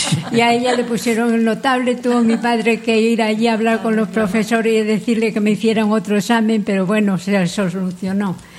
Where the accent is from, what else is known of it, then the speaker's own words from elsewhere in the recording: Cáceres, Extremadura, Spain; yo es que nací en Cáceres.